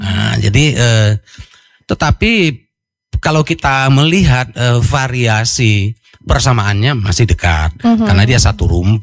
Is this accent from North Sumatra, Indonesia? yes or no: yes; North Sumatra, Indonesia; Cuma memang kita orang Mandailing lebih merasa jati dirinya lebih benar merasa disebutkan Mandailing gitu.